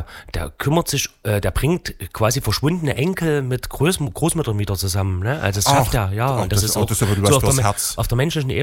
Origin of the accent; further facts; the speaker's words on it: Saxony-Anhalt, Germany; Ich komme ja aus Sachsen-Anhalt.